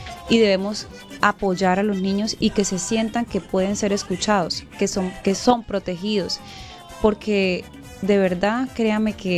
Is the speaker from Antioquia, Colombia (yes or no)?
no; Bochalema, Norte de Santander, Colombia; Yo representé Bochalema porque yo soy oriunda de Bochalema, yo nací en Bochalema.